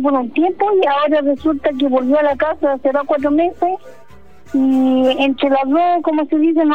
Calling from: Santiago, Santiago Metropolitan Region, Chile; Yo no estoy en Santiago, yo soy de Santiago.

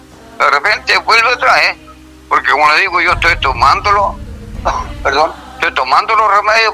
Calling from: Hualaihué, Los Lagos, Chile; porque no soy de Puerto Montt, porque estoy de la comuna de Gualaigüe.

